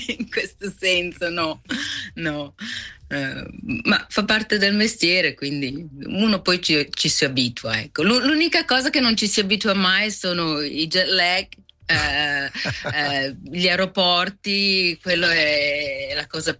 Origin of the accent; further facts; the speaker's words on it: Collina d'Oro, Ticino, Switzerland; now in Canada; Svizzera.